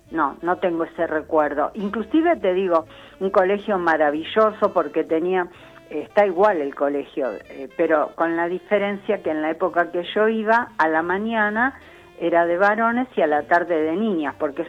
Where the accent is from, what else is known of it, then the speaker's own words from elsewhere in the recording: Lanús, Buenos Aires Province, Argentina; Pero yo me crié en Lanús.